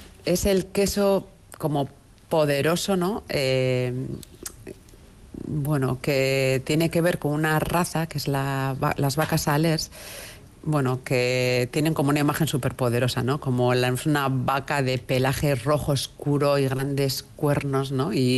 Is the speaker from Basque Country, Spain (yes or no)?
yes; Basque Country, Spain; Nosotros, como vascos que tenemos la capacidad de identificar estos paisajes